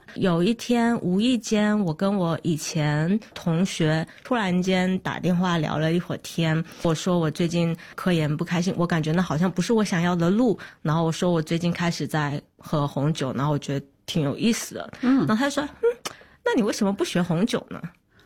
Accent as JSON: {"language": "Chinese", "town": "Quanzhou", "region": "Fujian", "country": "China", "tie": "born or raised there", "also_born_or_lived": "Beijing", "moved": "as an adult", "lives_now": "Australia", "said": "从小我是在泉州长大的，到北京我也没有觉得生活上有不适应的地方，然后来到澳洲我也没有觉得有"}